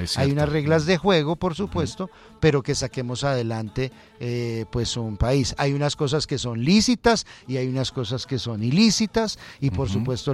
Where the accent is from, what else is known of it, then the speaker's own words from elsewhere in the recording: Colombia; ya hubo unas elecciones, pero somos los colombianos